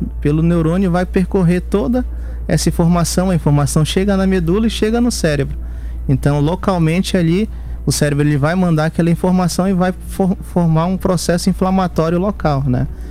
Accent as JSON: {"language": "Portuguese", "region": "Amapá", "country": "Brazil", "said": "Sou amapaense."}